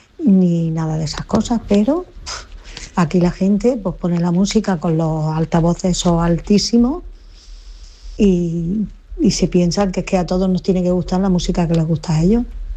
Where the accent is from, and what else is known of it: Almería, Andalusia, Spain